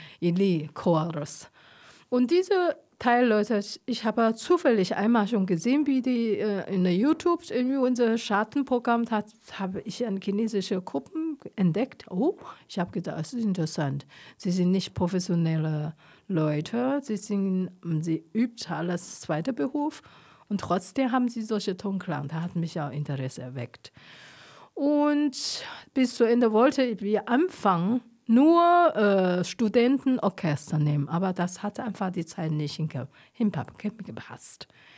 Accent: Taiwan; born there; German is a second language

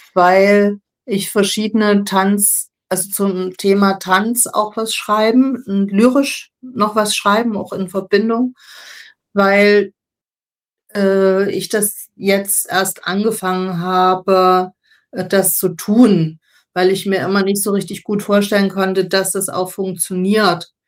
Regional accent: Dresden, Saxony, Germany; Ich komme ja aus Dresden und da ist die Sächsische Schweiz.

